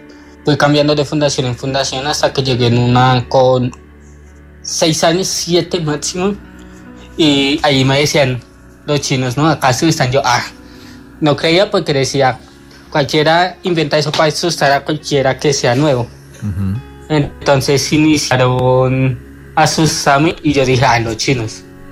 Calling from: Bogotá, Colombia; Desde Bogotá.

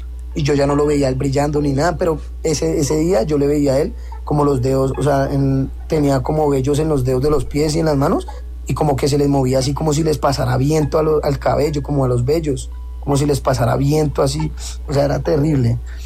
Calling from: Bogotá, Colombia; como uno está en Bogotá, pues los que digamos que manejamos ahí la convivencia, pues somos personas de Bogotá

